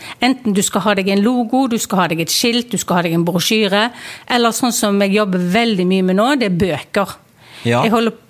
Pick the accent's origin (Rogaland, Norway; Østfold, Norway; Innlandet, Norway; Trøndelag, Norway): Rogaland, Norway; Haugesund; Det er hjemme på Haugå.